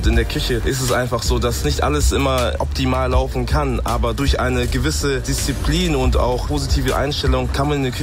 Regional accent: Nigeria; moved away; Ich komme zwar aus Nigeria

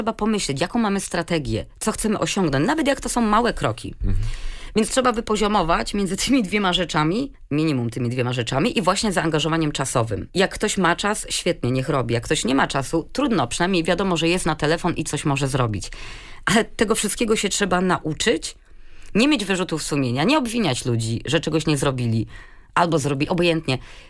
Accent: Poznań, Greater Poland Voivodeship, Poland; now in Berlin, Germany; pochodzę z Poznania, u nas w Poznaniu

